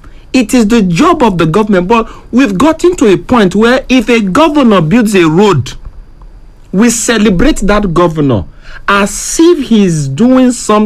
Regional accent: Nigeria; But the system, does it protect the citizens that we can proudly say, I'm a Nigerian, so if I'm oppressed, I'm going to the courts.

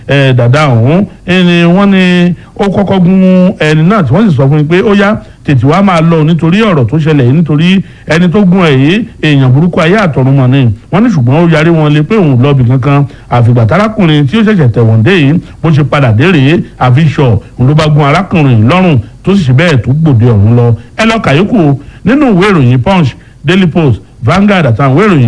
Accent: Ekiti, Nigeria; Ẹ̀rìndí Èkìtì ń gbóni sí ti. Ná bí mi síbẹ̀ náà mo dàgbà sí

